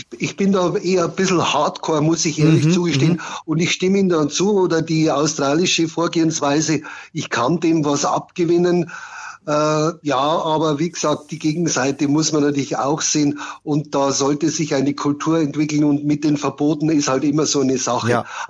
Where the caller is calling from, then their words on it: Regensburg, Bavaria, Germany; Ich bin ja aus Regensburg